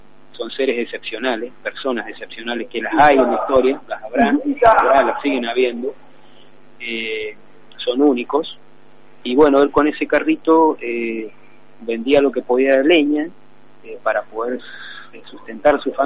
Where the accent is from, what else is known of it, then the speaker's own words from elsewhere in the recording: San Martín, Argentina; vengo de San Martín precisamente